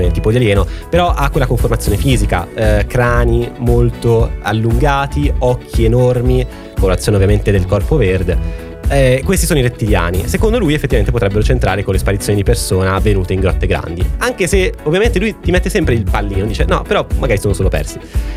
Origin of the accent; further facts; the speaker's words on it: Nova Milanese, Lombardy, Italy; Lui era di Nova Milanese, cioè del mio paese.